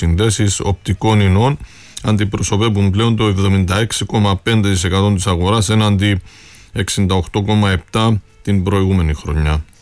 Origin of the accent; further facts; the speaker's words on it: Agios Epiktitos, Kyrenia District, Cyprus; moved away; είναι και του Αγίου Επιχτήτου που είναι το χωριό μου.